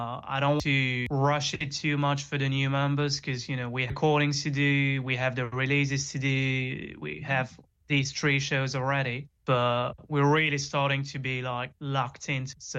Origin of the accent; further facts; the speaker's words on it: United Kingdom; And so, as British people, we can either fly to Europe or take the ferry or the train under the sea.